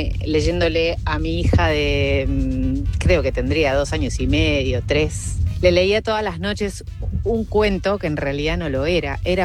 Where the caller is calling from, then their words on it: Tigre, Buenos Aires Province, Argentina; vivo en Tigre.